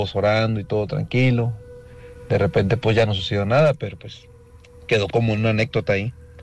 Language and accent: Spanish; Minatitlán, Veracruz, Mexico; Yo soy originario de Veracruz, de la ciudad de Minatitlán, Veracruz